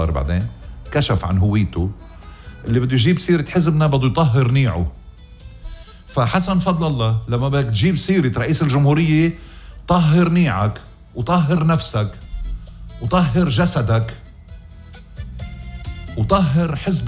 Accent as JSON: {"language": "Arabic", "country": "Lebanon"}